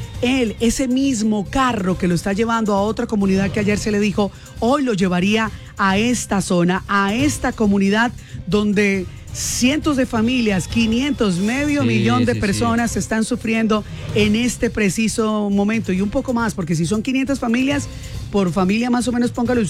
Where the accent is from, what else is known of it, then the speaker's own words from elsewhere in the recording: Cali, Valle del Cauca, Colombia; los caleños somos gente solidaria, que los vallecaucanos nos unimos